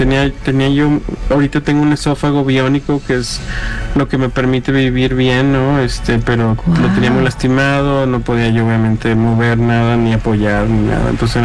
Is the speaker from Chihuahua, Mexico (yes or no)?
no; Mexico City, Mexico; born there; Yo nací en el DF, en Azcapotzalco.